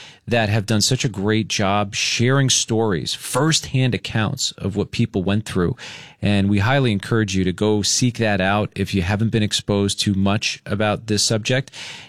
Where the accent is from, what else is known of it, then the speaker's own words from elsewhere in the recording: New Jersey, United States; I grew up in North Jersey, and I remember actually driving to work. I was working in Jersey City in 2003